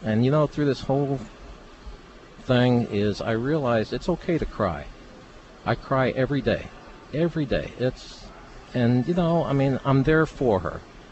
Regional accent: Springfield, Illinois, United States; also born or lived in Peoria; I was born in Peoria, raised in Springfield.

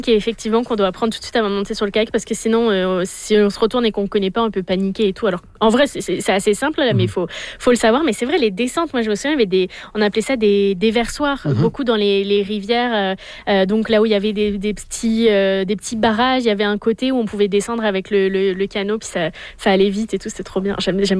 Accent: Southwest France, France; moved away; Moi c'est le sud-ouest de la France, donc c'est les châteaux, les grottes et les rivières.

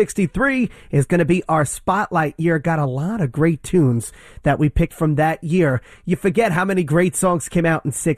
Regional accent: New York, United States; Because I'm from New York, and well, we really can't surf in New York.

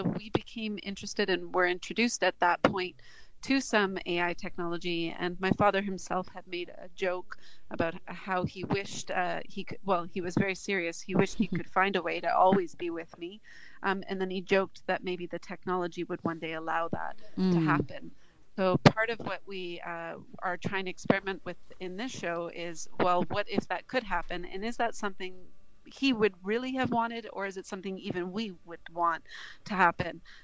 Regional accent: Canada; I'm Canadian and my father was American

